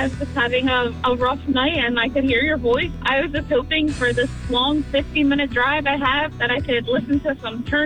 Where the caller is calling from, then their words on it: Pennsylvania, United States; I live in Poptown, but I work in Souderton.